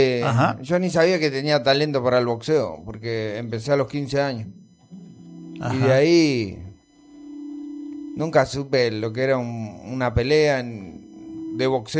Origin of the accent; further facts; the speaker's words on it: Margarita, Santa Fe, Argentina; De Margarita, Santa Fe.